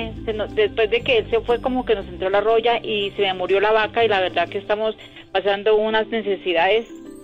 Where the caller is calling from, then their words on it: Ventaquemada, Boyacá, Colombia; Pues yo vivo en Venta Quemada.